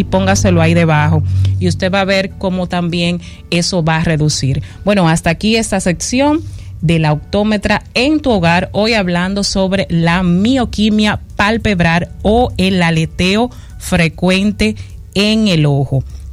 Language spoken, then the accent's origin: Spanish; Dominican Republic; Somos dominicanos